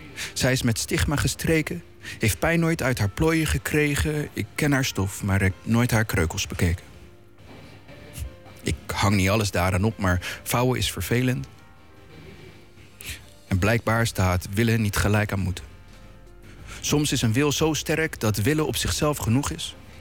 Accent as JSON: {"language": "Dutch", "town": "Rotterdam", "region": "South Holland", "country": "Netherlands", "said": "Als Rotterdammer"}